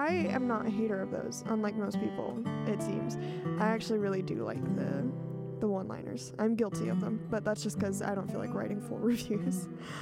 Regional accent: Houston, Texas, United States; my family actually moved out into the middle of country nowhere, and so I drove 2 hours all the way back to my hometown of H-Town

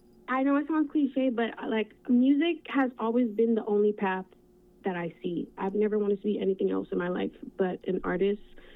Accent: Miami, Florida, United States; I'm a young woman growing up in Miami

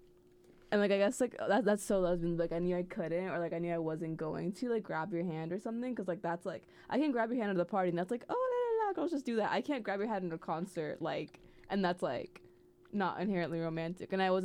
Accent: Mexico; And then I was like, I'm Mexican.

